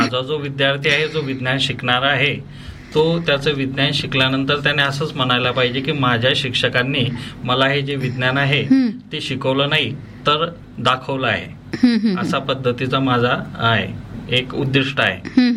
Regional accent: Anturli, Maharashtra, India; also born or lived in Mhaswad, Shahada taluka; Madam माझं जे बालपण आहे ते खेड्यातच झालेलं आहे. अंतुर्ली या गावामध्ये 12वी पर्यंतचं शिक्षण घेतलं.

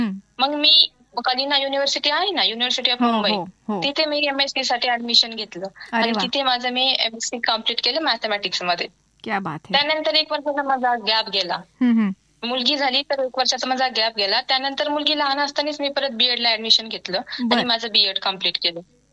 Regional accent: Maharashtra, India; moved away as an adult; now in Mumbai, India; माझं माहेर आणि सासर दोन्ही ब्राह्मण गाव कोपरगाव तालुक्यामध्ये, जे शिर्डी जवळ आहे.

